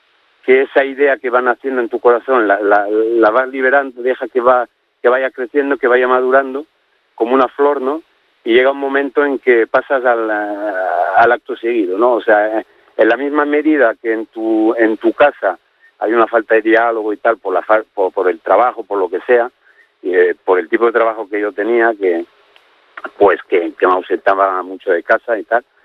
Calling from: Madrid, Community of Madrid, Spain; Vivo en Madrid, soy camionero y vengo aquí a descargar a Barcelona.

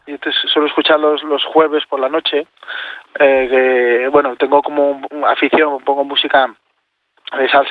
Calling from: Spain

